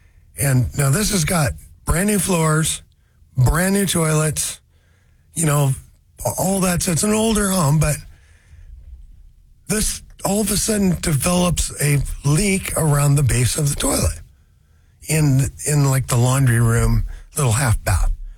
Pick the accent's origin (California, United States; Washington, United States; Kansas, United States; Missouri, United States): Washington, United States; Seattle; I bet I have mutual friends because I came from Ballard because, yeah, sure, you bet you we had fishing there.